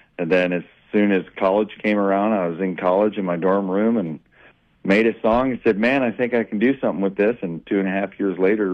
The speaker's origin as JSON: {"language": "English", "town": "Mitchell", "region": "Nebraska", "country": "United States", "tie": "born there", "also_born_or_lived": "South Dakota", "said": "I'm originally from South Dakota, but I went to high school out in Mitchell, Nebraska."}